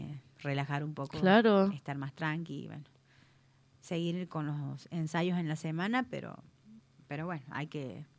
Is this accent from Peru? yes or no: no; San Luis, Argentina; yo que soy nacida y criada en San Luis.